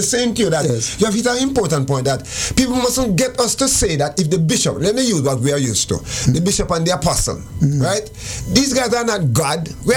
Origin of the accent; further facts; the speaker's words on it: Kingston, Jamaica; moved away; I'm from Jamaica. I was born in Jamaica, in Kingston, Jamaica. I've spent 50 years of my life in Jamaica.